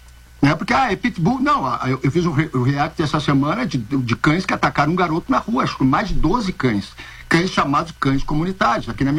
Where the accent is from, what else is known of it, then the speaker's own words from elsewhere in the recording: Porto Alegre, Rio Grande do Sul, Brazil; Eu sou de Porto Alegre